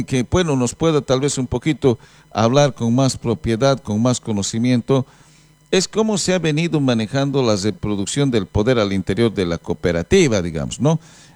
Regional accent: Llallagua, Potosí, Bolivia; born there; alguien de mi pueblo, de Llallagua

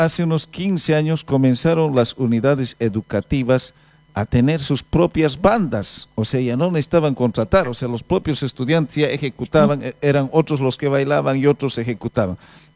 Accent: Llallagua, Potosí, Bolivia; born there; moved away; mi pueblo, Llayagua, Norte, Potosí

